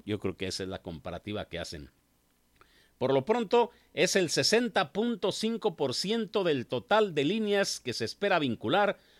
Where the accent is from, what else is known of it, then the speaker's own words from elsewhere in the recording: Mexico; casi somos todos los mexicanos